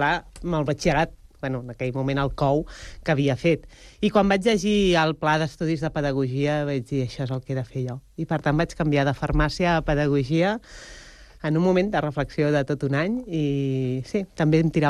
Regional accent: Barcelona, Catalonia, Spain; born there; Jo vaig néixer a Barcelona.

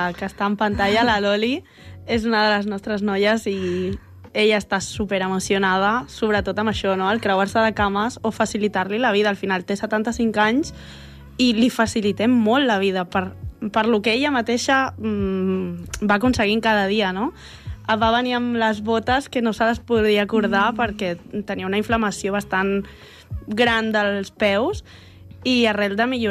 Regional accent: Figueres, Catalonia, Spain; now in Rubí, Spain; Jo sóc de Figueres, em vaig traslladar aquí, vaig tenir la meu fill aquí i arrel d'això aquí ens hem quedat

